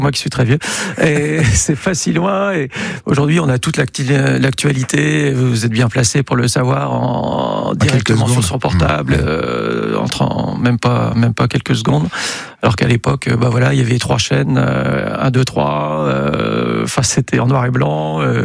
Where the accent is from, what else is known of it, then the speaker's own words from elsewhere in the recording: Lille, Hauts-de-France, France; accent: ch'ti; il est dans le Nord, comme on dit, avec l'accent, parce que je suis originaire de Lille, un ch'ti.